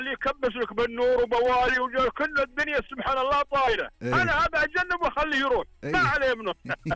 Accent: Taif, Makkah Province, Saudi Arabia; now in Qassim, Saudi Arabia; ترى انا عايش بالطائف طول عمري

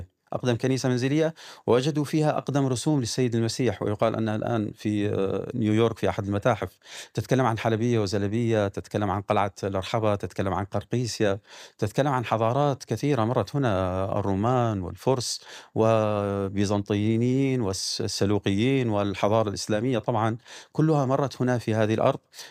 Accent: Deir ez-Zor, Deir ez-Zor Governorate, Syria; moved away; أنا لا من أبناء مدينة دير الزور.

